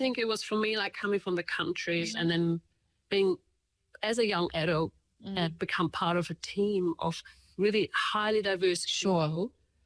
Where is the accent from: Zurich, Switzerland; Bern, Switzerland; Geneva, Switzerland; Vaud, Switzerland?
Zurich, Switzerland; English is a second language; now in Invercargill, New Zealand; I was like from Zurich and Main Street. I was like kind of transported to this to Invercargill